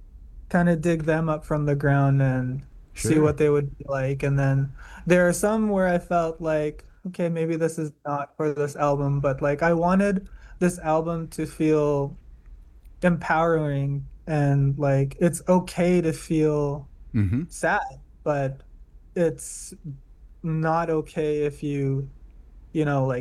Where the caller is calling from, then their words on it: Quebec, Canada; Miss Tisney, Quebec.